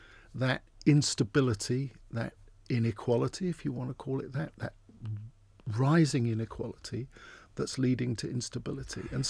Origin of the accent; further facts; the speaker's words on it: Gravesend, South East England, United Kingdom; I grew up mainly in Gravesend, actually, which is what they call estuary, isn't it? It's the Medway, near the Medway, on the Thames. My dad worked on the Thames. And it certainly then was quite a blue collar place.